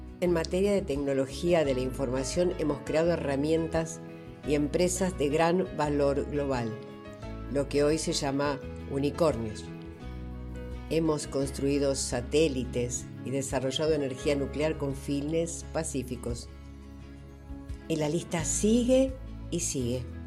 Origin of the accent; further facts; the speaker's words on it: Argentina; Soy argentino. Estoy orgulloso de ello.